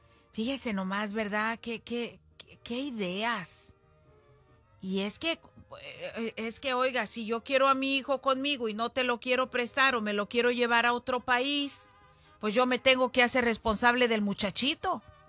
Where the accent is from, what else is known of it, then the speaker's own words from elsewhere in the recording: Zacualco de Torres, Jalisco, Mexico; moved away; un saludo para todos los de mi pueblo de allá de Zacualco.